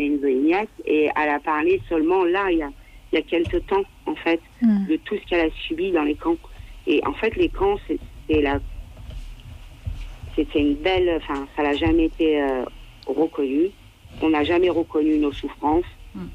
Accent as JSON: {"language": "French", "country": "France", "said": "en tant que voyageur, et pourtant qu'on est français"}